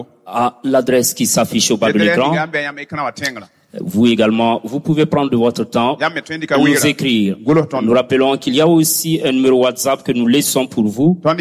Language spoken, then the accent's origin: French; DR Congo; now in Belgium